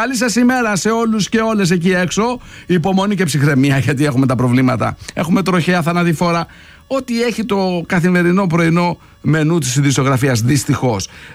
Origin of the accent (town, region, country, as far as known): Greece